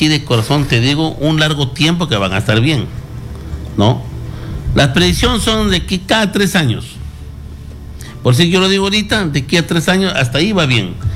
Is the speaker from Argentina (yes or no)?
no; Catacaos, Piura, Peru; also born or lived in Huaringas, Huancabamba; soy de las Guaringas de Huancabamba, criado en Catacaos, Piura